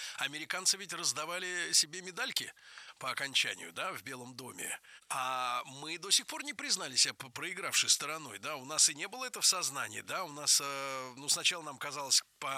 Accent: Saint Petersburg, Russia; я ленинградец.

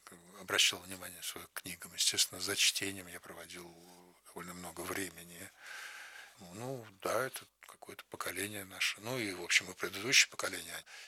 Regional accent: Saint Petersburg, Russia; moved away as an adult; now in Moscow, Russia; я не собирался учиться в Москве, как коренной ленинградец.

